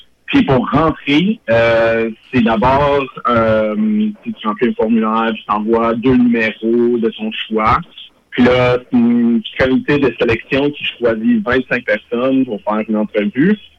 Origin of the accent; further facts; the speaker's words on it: Quebec, Canada; moved away; je viens de l'Outaouais.